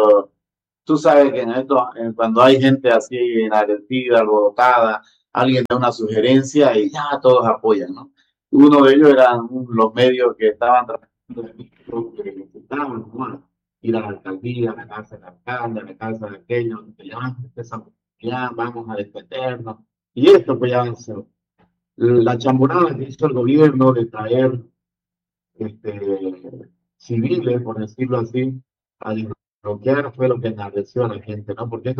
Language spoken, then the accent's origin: Spanish; San Julián, Santa Cruz, Bolivia; moved away as an adult; yo decidí dejar San Julián.